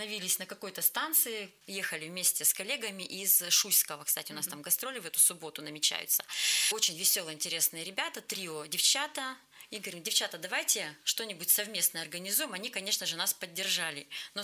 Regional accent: Sosnovka, Russia; То есть я вот сама из Сосновки, там ДК Сосновский есть, и там выступаем, и в районе везде, и в городе.

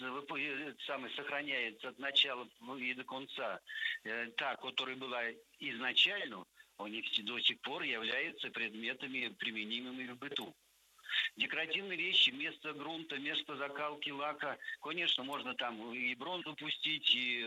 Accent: Nizhny Novgorod Oblast, Russia; born there; Я уже стал на уроках хохландской росписи, которые практиковались в Семинской средней школе

